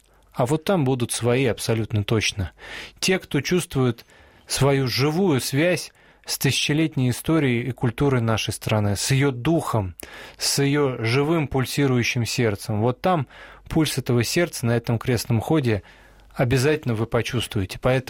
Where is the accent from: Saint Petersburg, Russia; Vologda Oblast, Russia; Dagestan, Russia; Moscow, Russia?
Moscow, Russia; Мы с Романом коренные москвичи оба, и очень радуемся, когда есть возможность всем вместе почтить память святых Московского собора.